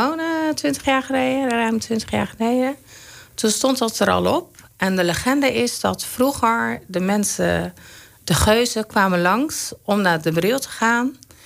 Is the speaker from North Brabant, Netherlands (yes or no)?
no; Zoetermeer, South Holland, Netherlands; also born or lived in Rozenburg; now in Nieuwe-Tonge, Netherlands; In Rozenburg, en ik ben opgegroeid in Zoetermeer.